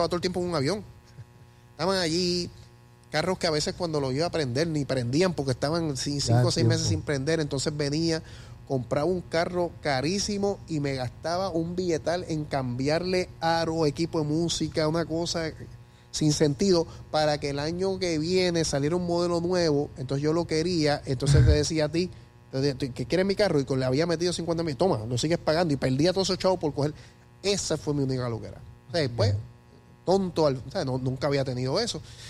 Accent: Puerto Rico; Estoy aquí en mi tierra

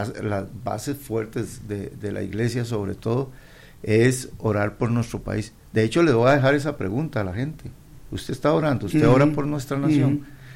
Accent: Costa Rica

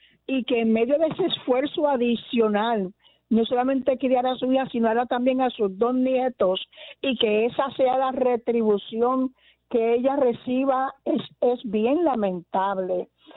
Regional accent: Puerto Rico; la esencia de nosotros como puertorriqueños

